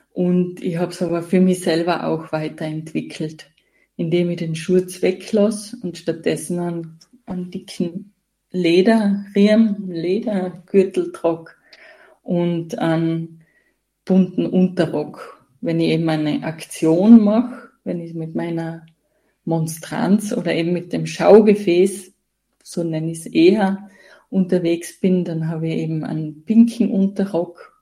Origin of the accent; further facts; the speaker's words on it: Tyrol, Austria; Und der Hut, es ist ein aufwendig bestickter Bänderhut, der atypisch ist fürs Iseltal, da wo ich aufgewachsen bin.